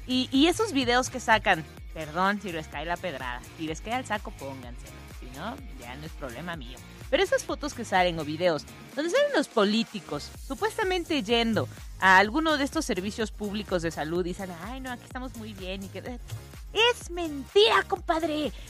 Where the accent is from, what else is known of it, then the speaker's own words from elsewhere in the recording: Mexico; como mexicanos nos hemos acostumbrado a que pasen ese tipo de cosas